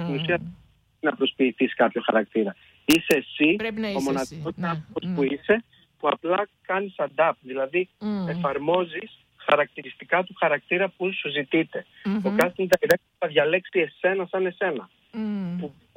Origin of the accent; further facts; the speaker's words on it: Thessaloniki, Central Macedonia, Greece; moved away as an adult; now in London, United Kingdom; είμαι από τη Θεσσαλονίκη, μεγάλωσα εκεί πέρα και εννοείται μου λείπει πάρα πολύ.